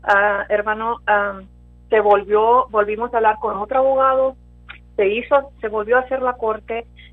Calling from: Rio Grande City, Texas, United States; de Río Grande.

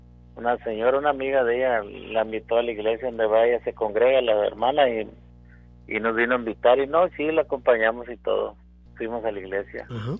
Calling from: United States; De Bronzeville.

